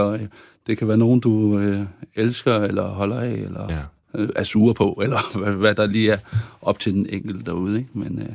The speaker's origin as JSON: {"language": "Danish", "town": "Aarhus", "region": "Central Denmark Region", "country": "Denmark", "tie": "born or raised there", "said": "min opvækst på Aarhus Strand har præget mig i mit arbejde."}